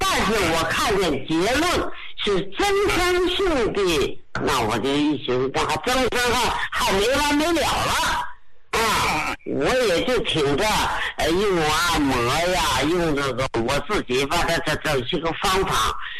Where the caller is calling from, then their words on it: Beijing, China; 我先说我是北京的，